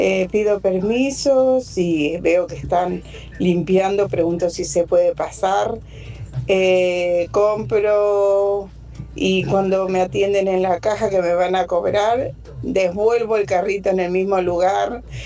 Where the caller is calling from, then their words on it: Monte Grande, Buenos Aires Province, Argentina; de Montegrande.